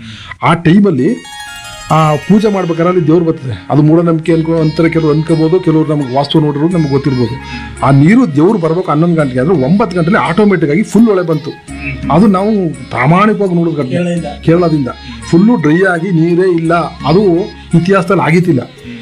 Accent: Hosakote, Karnataka, India; moved away as an adult; now in Alanahalli, India; ನಾವು ಮೂಲತಃ ಹೊಸಕೋಟೆಯವರು. ನಾವು ಇಲ್ಲಿ ಬಂದು ಜಮೀನು ಪರ್ಚೇಸ್ ಮಾಡಿ ಸ್ವಲ್ಪ ಹೆಚ್ಚಿಗೆ ಮುಂದೆ 25 ವರ್ಷ ಆಯಿತು ಇಲ್ಲಿ ಬಂದಿದ್ದೀವಿ.

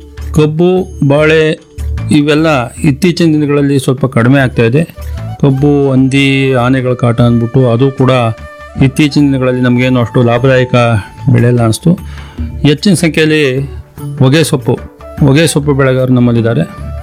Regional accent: Hanchipura, Karnataka, India; ಯಾಕೆಂದರೆ ನಮ್ಮ ತಾತ ಕೂಡ ಪುಟ್ಸಮಯ್ಯ ಅಂತಂದ್ಬಿಟ್ಟು ಈ ಊರಿನ ಮುಖಂಡರಾಗಿದ್ದವರು

